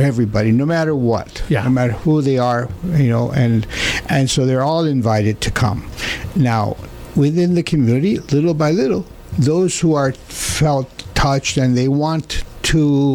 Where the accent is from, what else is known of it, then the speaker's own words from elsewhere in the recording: California, United States; I come from California, where I also went through this way, through this neo-catechumenal way.